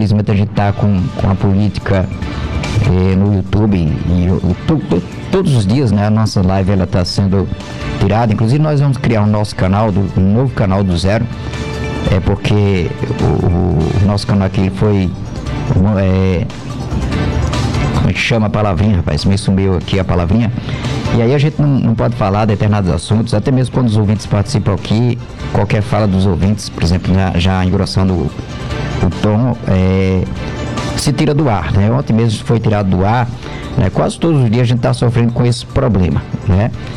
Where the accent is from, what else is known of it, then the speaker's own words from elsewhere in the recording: Brazil; Qual de nós brasileiros?